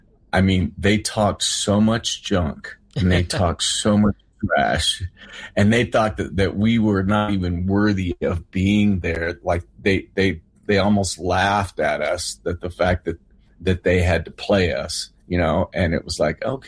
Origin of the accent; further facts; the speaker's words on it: California, United States; I grew up in Central California